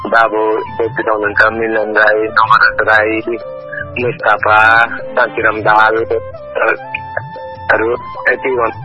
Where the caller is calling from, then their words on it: Bhojpur, Koshi Province, Nepal; म भोजपुरबाट